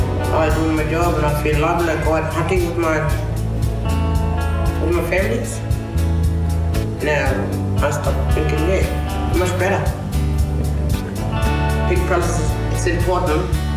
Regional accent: Australia; I come from Bankamanga Station.

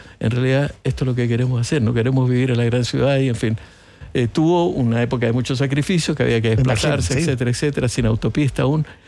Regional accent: Valparaíso, Chile; Yo soy porteño, nací en Valparaíso, siempre amé al mar, y dije, bueno, siempre voy a buscar volver al mar

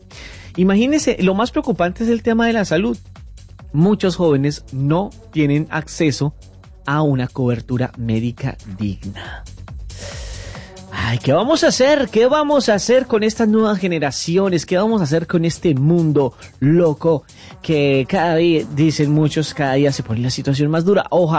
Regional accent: Colombia; yo soy colombiano, y desde que tengo uso de razón, Colombia ha estado en crisis, y en guerra y en violencia.

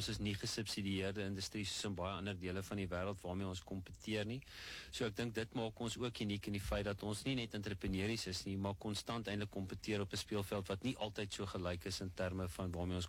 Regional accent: Virginia, Free State, South Africa; born or raised there

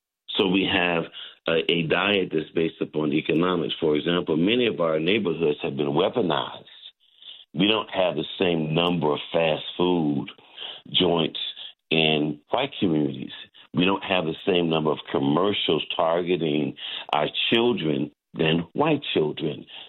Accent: Oklahoma, United States; I'm from Oklahoma

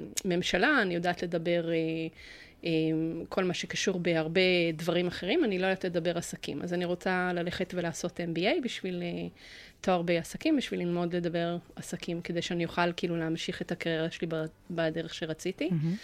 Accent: Tzippori, Northern District, Israel; also born or lived in Canada; לא, אני נולדתי בקנדה, ואנחנו עשינו עלייה כשהייתי בת 6-7 מקנדה לישראל, וגדלתי שם במושב פסטורלי ציפורי.

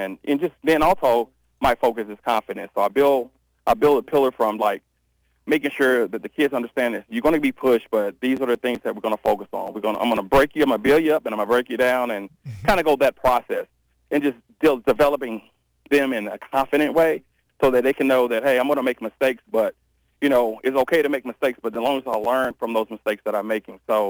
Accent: East St. Louis, Illinois, United States; I'm from East St. Louis at the time, so I'm like, well, I can still claim Illinois

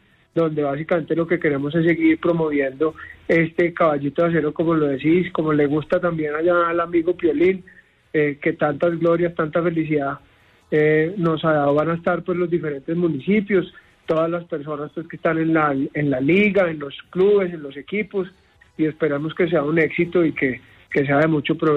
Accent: Antioquia, Colombia; hace parte de nuestro ADN como antioqueños

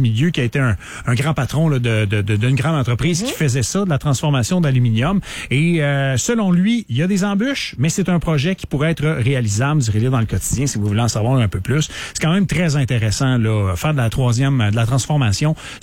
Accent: Quebec, Canada; chez nous, au Saguenay-Lac-Saint-Jean

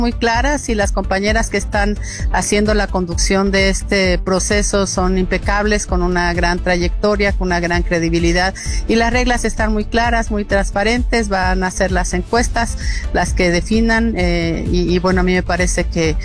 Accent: Michoacán, Mexico; es mi tierra

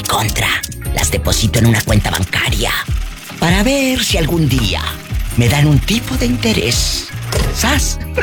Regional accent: Matamoros, Tamaulipas, Mexico; Acuérdate que ahí está pegada mi tierra, que es Matamoros.

